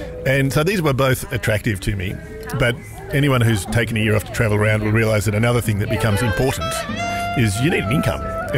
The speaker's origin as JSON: {"language": "English", "town": "Alice Springs", "region": "Northern Territory", "country": "Australia", "said": "it's still something that makes me understand that I'm from Alice Springs and that means something."}